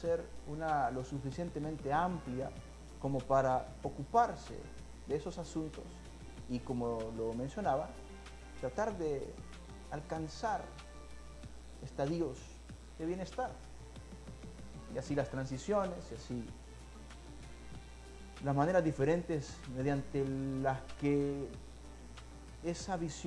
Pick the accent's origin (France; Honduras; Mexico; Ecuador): Honduras